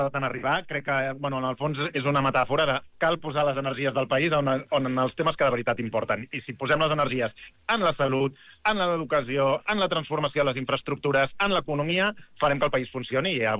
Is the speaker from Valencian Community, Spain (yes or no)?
no; Barcelona, Catalonia, Spain; born there; la meva àvia era llevadora al barri de la Barceloneta de Barcelona